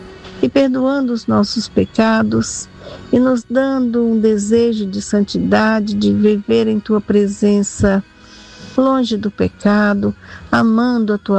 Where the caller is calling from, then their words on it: Rondônia, Brazil; sou da Igreja Presbiteriana, aqui no estado de Rondônia.